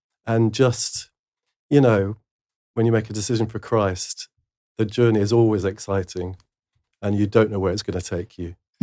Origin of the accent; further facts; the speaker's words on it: Mansfield, East Midlands, United Kingdom; we grew up in Mansfield, another coal mining town.